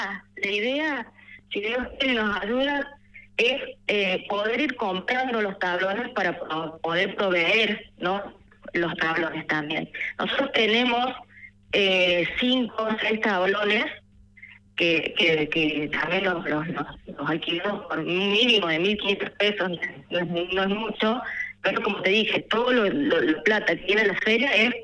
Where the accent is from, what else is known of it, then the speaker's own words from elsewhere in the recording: Córdoba, Argentina; yo nací en Barrio Empalme, me crié en Barrio Empalme